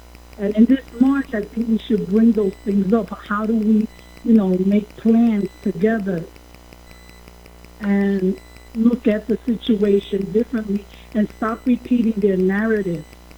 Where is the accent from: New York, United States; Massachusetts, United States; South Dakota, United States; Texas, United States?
New York, United States; Bronx; … from the Bronx.